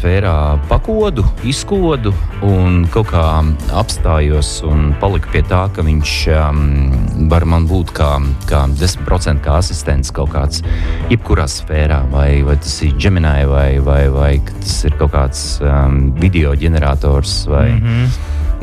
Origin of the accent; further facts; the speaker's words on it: Liepāja, Kurzeme, Latvia; Es no Liepājas nāku